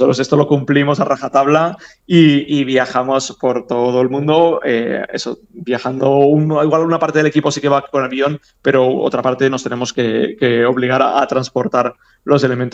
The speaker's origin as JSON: {"language": "Spanish", "town": "Villarreal", "region": "Valencian Community", "country": "Spain", "said": "Nosotros somos de Villarreal, hemos estado en varias ediciones con otros espectáculos"}